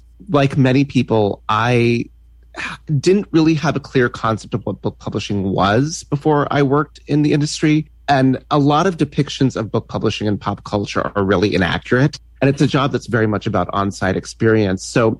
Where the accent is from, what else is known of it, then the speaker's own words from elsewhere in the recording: Cincinnati, Ohio, United States; moved away; back in Cincinnati, Ohio, where I grew up